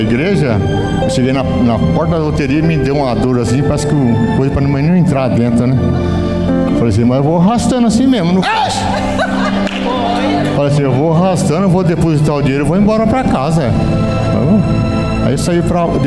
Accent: Curitiba, Paraná, Brazil; Sou lá de Curitiba, mas eu vim aqui com todo prazer, mano.

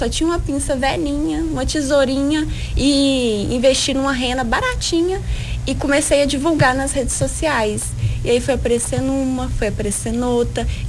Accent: Tupaciguara, Minas Gerais, Brazil; Nasci aqui. Sou Sim. nascida e criada aqui em Tupaciguara, mas precisei sair em busca de oportunidades.

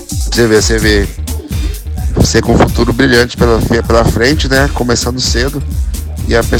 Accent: Brazil; Sou brasileiro.

